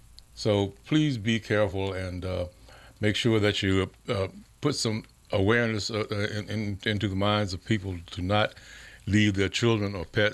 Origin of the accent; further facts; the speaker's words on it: Virginia, United States; my hometown, Virginia's Eastern Shore